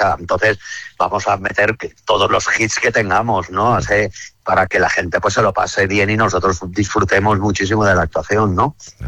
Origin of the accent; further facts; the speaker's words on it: Benetússer, Valencian Community, Spain; ahí en mi pueblo, en Benetúser